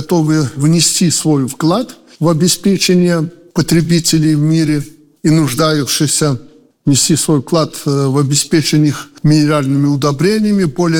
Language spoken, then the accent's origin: Russian; Belarus; мы, белорусы